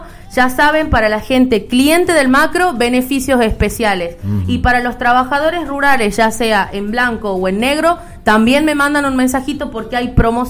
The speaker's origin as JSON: {"language": "Spanish", "region": "Salta", "country": "Argentina", "said": "Yo, obviamente, como soy nuevita, vine desde Salta, acá a trabajar a la zona."}